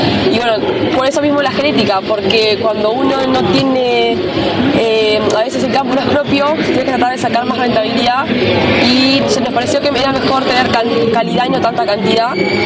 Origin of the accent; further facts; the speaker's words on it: Gaitán, Lavalleja, Uruguay; en realidad somos de Gaitán La Valleja.